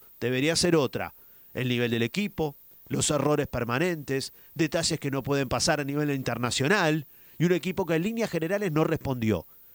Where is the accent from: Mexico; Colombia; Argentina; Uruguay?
Uruguay